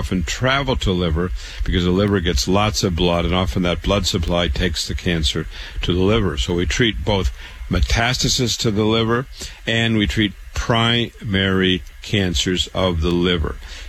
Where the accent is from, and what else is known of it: Waterloo, Iowa, United States; born or raised there; now in New York City, United States